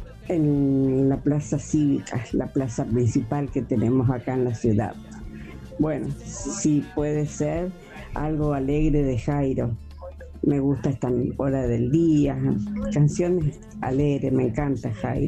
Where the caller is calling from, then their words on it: San Francisco, Córdoba, Argentina; de San Francisco, te estoy escuchando